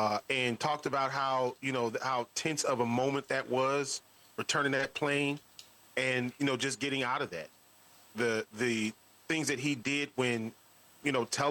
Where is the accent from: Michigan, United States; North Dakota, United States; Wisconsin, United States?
Wisconsin, United States; Beloit; when I grew up in Beloit, Wisconsin. We're not talking about the Mecca for urban radio.